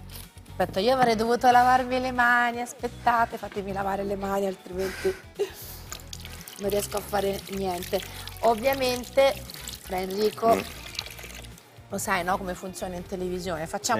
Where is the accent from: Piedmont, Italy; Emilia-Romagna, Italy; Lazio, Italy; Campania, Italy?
Campania, Italy; Naples; Ma io vengo da Napoli, mi devi tradurre.